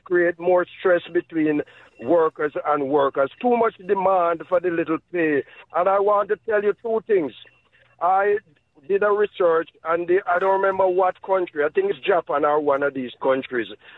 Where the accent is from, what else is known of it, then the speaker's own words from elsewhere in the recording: Jamaica; now in United States; I just want to say I am from the island. I'm from Jamaica.